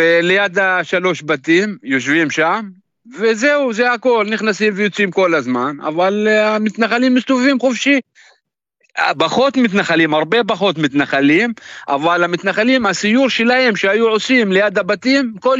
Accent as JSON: {"language": "Hebrew", "town": "Qusra", "region": "West Bank", "country": "Palestine", "second_language": "Hebrew"}